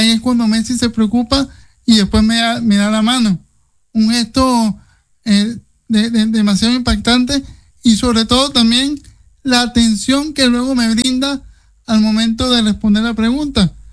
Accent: Venezuela; moved away as an adult; now in United States; yo soy un venezolano orgulloso, agradecido de mi país, y pues tengo ya 10 años que lo dejé por situaciones, obviamente, de sociopolítica y todo lo demás, pero lo llevo en mi corazón siempre.

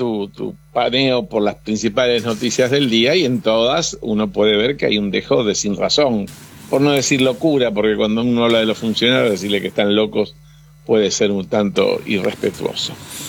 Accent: Argentina

